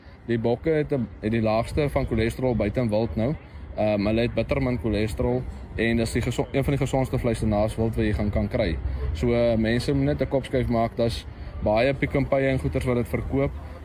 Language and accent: Afrikaans; Vryburg, North West, South Africa; ons is van Vryburg af. Dorp se naam is Louna. Ons is die 50e generasie al waar ons boer en ek boer nou so 15 jaar met boerbokke nou al.